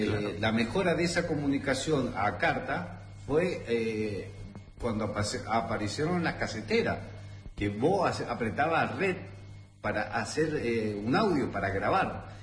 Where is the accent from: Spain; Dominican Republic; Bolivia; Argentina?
Argentina; born there; also born or lived in Korea